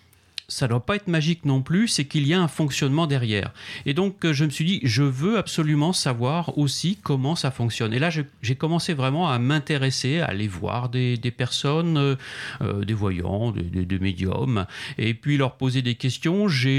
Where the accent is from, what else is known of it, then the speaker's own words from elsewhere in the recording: France; Je suis français.